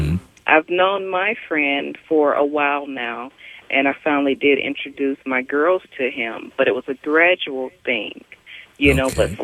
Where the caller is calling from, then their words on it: Fayetteville, North Carolina, United States; I'm calling from Fayetteville, North Carolina.